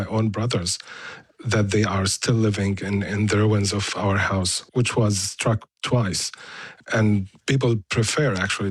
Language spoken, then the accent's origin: English; Gaza Strip, Palestine; moved away as an adult; I built a life there. I was born and raised and bred in the Gaza Strip all my life. I left 3 years ago, only after 2 months of the war.